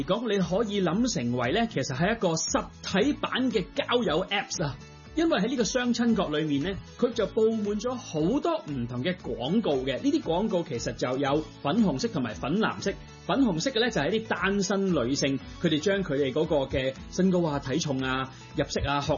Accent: Hong Kong; 其實我哋香港人啦，或者絕大部分嘅香港人啦，我哋談戀愛嗰個嘅次序係開始梗係講咗緣分先啦，

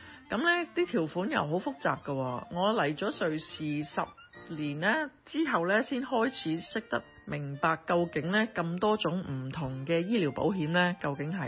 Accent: Hong Kong; 我哋香港人

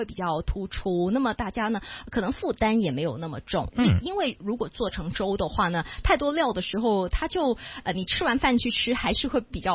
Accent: Hong Kong; 我们香港人广东人最爱的一款东西，

